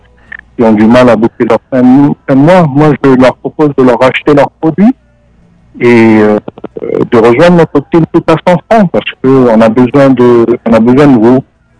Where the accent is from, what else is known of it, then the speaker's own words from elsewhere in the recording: New Caledonia; born there; je suis calédonien de naissance, mais ayant voyagé un peu partout, à Tahiti